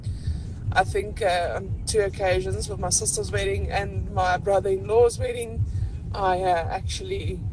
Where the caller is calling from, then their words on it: Gauteng, South Africa; But I'm from Gauteng